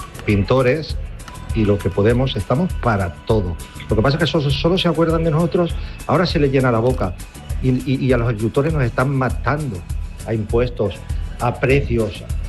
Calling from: Fuenterrobles, Valencian Community, Spain; de Fuenterrobles

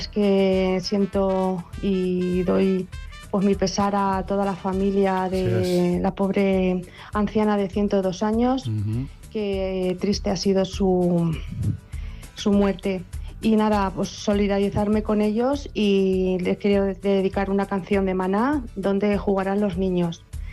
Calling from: Utiel, Valencian Community, Spain; Mi pueblo de Utiel

